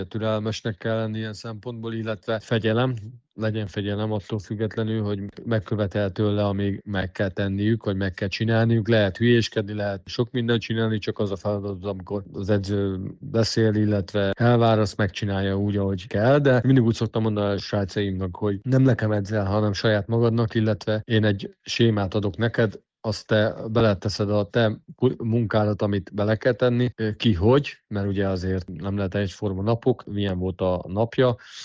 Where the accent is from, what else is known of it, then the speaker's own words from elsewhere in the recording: Dunaújváros, Fejér, Hungary; moved away; mondjuk egy Dunai város, ahol ugye felnőttem